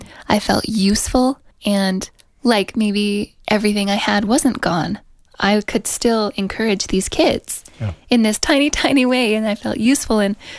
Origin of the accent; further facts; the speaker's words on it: Utah, United States; from Utah.